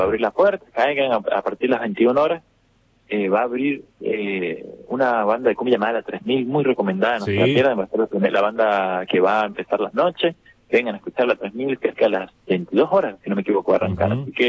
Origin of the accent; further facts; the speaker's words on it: San Antonio de los Altos, Miranda, Venezuela; also born or lived in Caracas; now in Argentina; yo soy venezolano, nací en Caracas, Venezuela, y soy de San Antonio de los Altos, que es un pueblito muy cerca de Caracas.